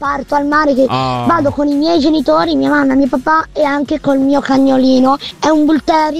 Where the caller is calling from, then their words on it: Cassina Rizzardi, Lombardy, Italy; Cassino Rizzardi, provincia di Como.